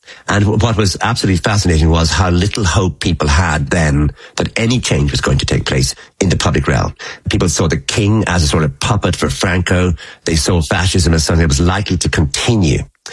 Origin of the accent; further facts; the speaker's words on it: Ireland; Because I'm Irish, so many of the things that were happening were to things that had happened in Ireland in the years leading up to independence.